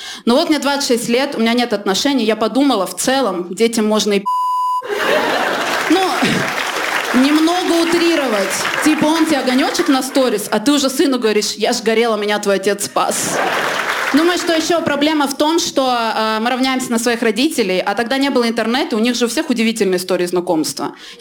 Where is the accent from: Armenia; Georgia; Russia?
Armenia; я такая, так, я армянка, я на приколе.